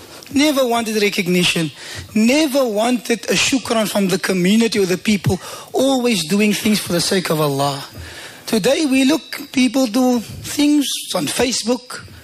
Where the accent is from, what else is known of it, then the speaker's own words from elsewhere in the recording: Bridgetown, Saint Michael, Barbados; I see familiar faces, that's why I can just be myself. Couldn't care less. No introduction. I'm from Bridgetown.